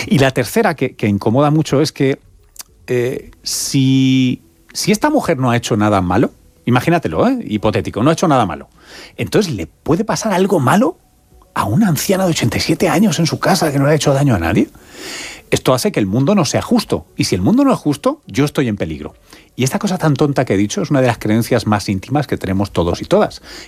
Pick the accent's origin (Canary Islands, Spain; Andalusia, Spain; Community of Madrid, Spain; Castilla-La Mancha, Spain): Castilla-La Mancha, Spain; Tomelloso; El de mi padre. Sí. El de mi padre, mi familia. … de Tomelloso.